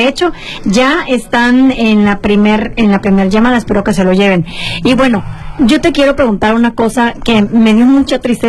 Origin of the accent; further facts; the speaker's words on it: Mexico; ¿Por qué los mexicanos batallamos mucho para irnos a Europa?